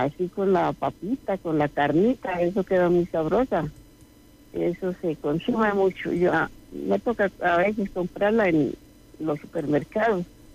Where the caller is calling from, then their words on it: Boyacá, Colombia; Me gusta bailar carranga porque soy muy boyacense. Me gusta cantar alegre porque esas son mis raíces.